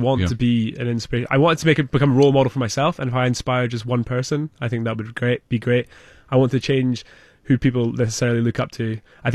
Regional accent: Nairn, Scotland, United Kingdom; now in Montreal, Canada; I'm from the north of Scotland. I'm from a very small farming town right in the north of Scotland.

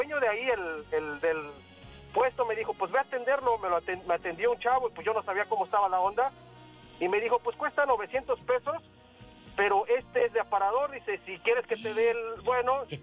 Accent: Puebla, Mexico; yo iba llegando a la Ciudad de México, yo soy de Puebla.

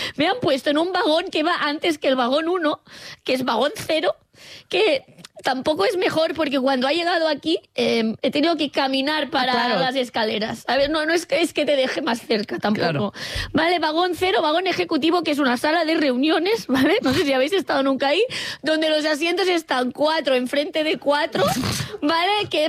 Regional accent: Catalonia, Spain; Sabemos que soy catalana.

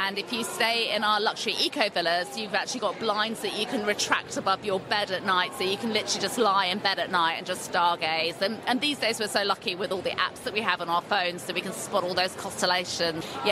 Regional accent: United Kingdom; I'm obviously not an Aussie, I'm a Brit

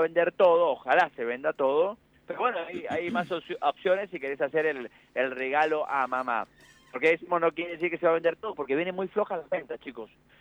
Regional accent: Mendoza, Argentina; todos los mendocinos que estamos ya palpitando lo que va a ser el Día de la Madre

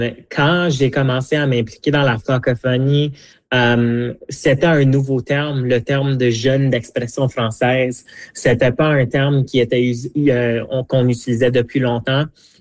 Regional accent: Edmonton, Alberta, Canada; French is a second language; J'ai grandi en Alberta, à Edmonton. J'ai fait toute ma scolarité en français à langue seconde dans les programmes d'immersion française. Mes parents sont des immigrants de l'Inde. J'ai appris le français comme troisième langue

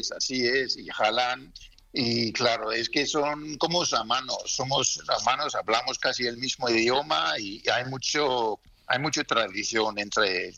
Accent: Spain; Yo soy español, español, español.

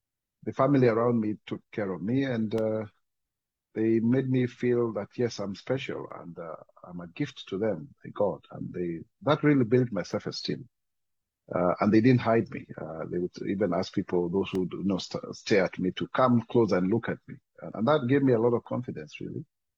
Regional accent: Kiambu County, Kenya; When I grew up in Kiambu County, it was called Kiambu District at that point. I was born different. I was born with albinism, the only one in my locality.

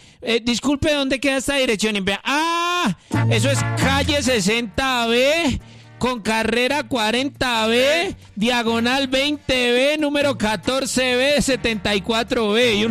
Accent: Bogotá, Colombia; born there; also born or lived in Medellín; yo soy de Medellín, pero toda la vida he vivido en Bogotá.

